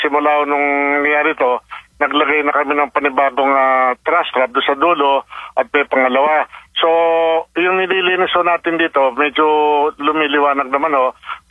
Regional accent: Parañaque, Metro Manila, Philippines; Ang kami ng taga-Paranaque

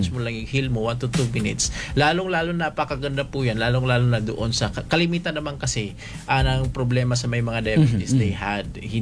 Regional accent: Mindanao, Philippines; Doon sa amin sa Mindanao, ang pinaka gusto ko talaga doon, mayroong party doon sa malapit sa Sambuanga del Sur, yung sa Magsaysay.

